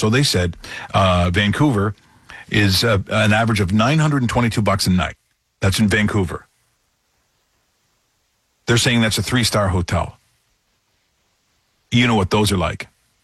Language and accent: English; Ireland; as an Irish person